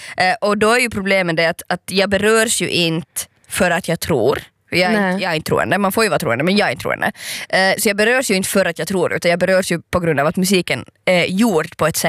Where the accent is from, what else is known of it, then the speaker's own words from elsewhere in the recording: Ostrobothnia, Finland; Alva och jag är både från Österbotten